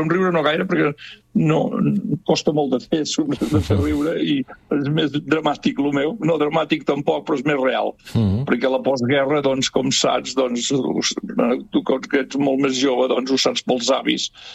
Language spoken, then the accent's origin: Catalan; Sant Joan de les Abadeses, Catalonia, Spain; Vaig néixer a la Roca, soc fill de Sant Joan de les Abadeses, tu ja ho saps, però pels que no ho sàpiguen, soc fill de Sant Joan de les Abadeses. I des de la Roca, que és una casa de pagès que està entre Sant Joan i el Ripoll